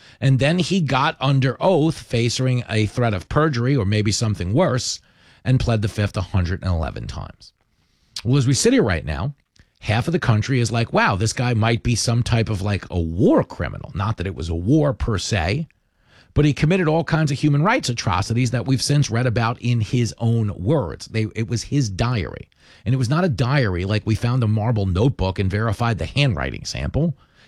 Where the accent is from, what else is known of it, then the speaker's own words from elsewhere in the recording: Levittown, United States; growing up in Levittown.